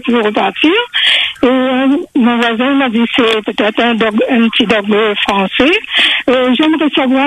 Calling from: Sainte-Suzanne, Réunion; J'habite à Sainte-Suzanne

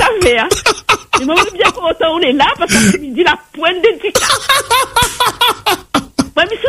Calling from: Réunion

